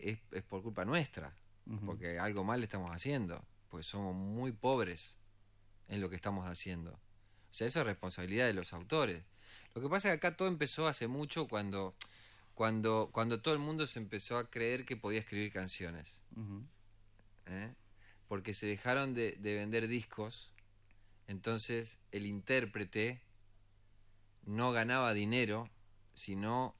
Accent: Concordia, Entre Ríos, Argentina; also born or lived in Rosario; Soy de Rosario, pero me crié en Concordia.

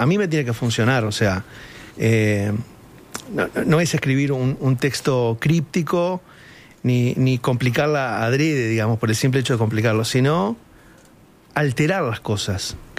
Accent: Los Cerrillos, Canelones, Uruguay; es el lugar donde yo nací, donde viví mis primeros años.

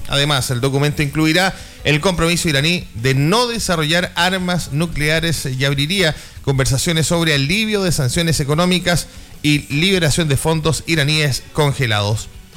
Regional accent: Putaendo, Valparaíso, Chile; Nosotros estaremos con cobertura especial mañana, somos de Putaendo.

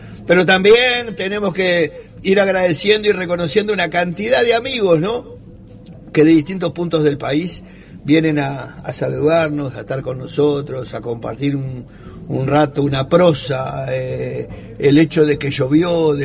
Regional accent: Uruguay; yo no soy de decir que soy uruguayo, yo soy oriental

